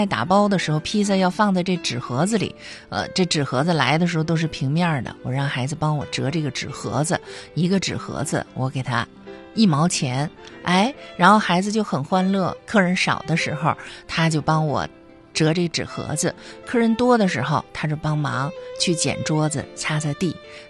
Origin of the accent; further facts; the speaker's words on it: Northeast China, China; 咱们东北人喜欢的大饼子